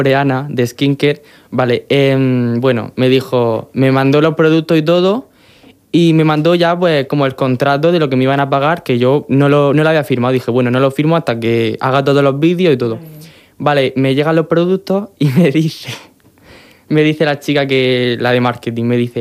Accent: Murcia, Region of Murcia, Spain; yo soy de Murcia.

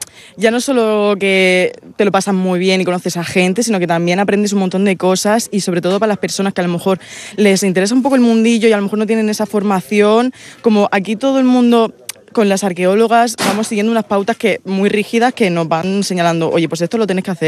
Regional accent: San Pedro del Pinatar, Region of Murcia, Spain; moved away as an adult; now in Valencia, Spain; yo soy de San Pedro del Pinatar y aunque esté estudiando en Valencia, pues yo qué sé, me gustaría volver como, digamos, entre comillas, a la terreta

